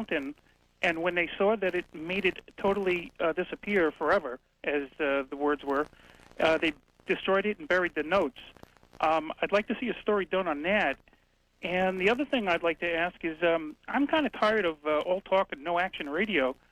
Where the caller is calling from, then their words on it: Burbank, California, United States; from Burbank, California.